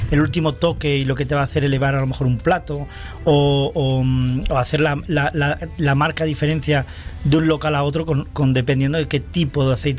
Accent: Almería, Andalusia, Spain; Nos vamos a centrar en nuestra tierra y potenciar nuestra tierra, como es Almería

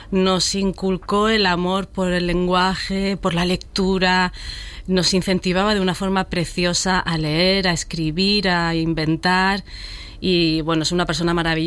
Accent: Albox, Andalusia, Spain; Yo considero que me he formado como persona, mi adolescencia todo en Albox. Adoro Andalucía, me considero andaluza.

